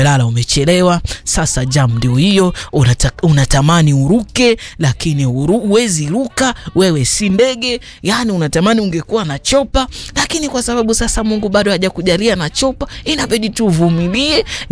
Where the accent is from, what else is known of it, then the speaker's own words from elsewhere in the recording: Tana River County, Kenya; moved away; Si kama kule kwetu Tana River